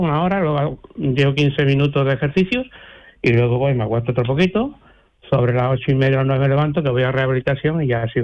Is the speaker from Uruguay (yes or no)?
no; Prado del Rey, Andalusia, Spain; Yo sí, sí, soy de Prado de Rey.